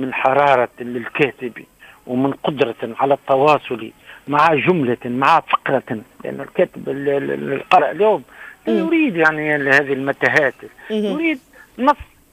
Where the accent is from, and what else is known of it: Tunisia